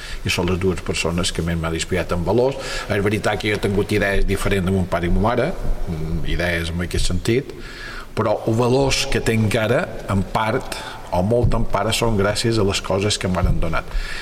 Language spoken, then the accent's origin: Catalan; Pollença, Balearic Islands, Spain; Ara record quan era petit que teníem a Pollença un cine Capitol, que ara l'estan reformant